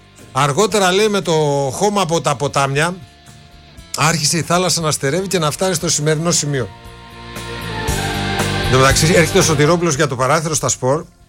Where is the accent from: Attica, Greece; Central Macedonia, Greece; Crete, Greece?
Central Macedonia, Greece; Rodolivos; στο χωριό μου, στο δικό μου το χωριό